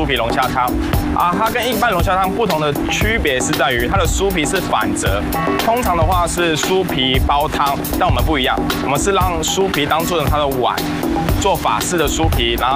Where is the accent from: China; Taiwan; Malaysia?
Taiwan; 我是台湾。